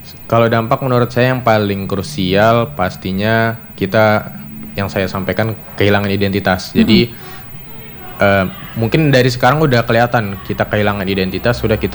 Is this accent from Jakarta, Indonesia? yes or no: no; East Kalimantan, Indonesia; now in Samarinda, Indonesia; saya juga sendiri orang Kutai kebetulan. Mama dari orang Kutai. Dan beberapa kata saya masih sulit mengucapkan bahkan.